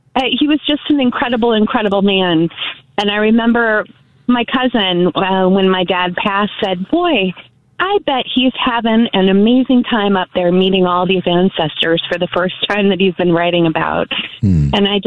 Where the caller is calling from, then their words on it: Naperville, Illinois, United States; I'm calling from Naperville.